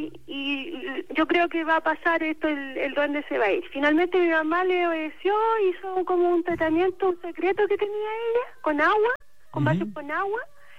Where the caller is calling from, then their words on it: Coronel, Biobío, Chile; Yo soy de Coronel.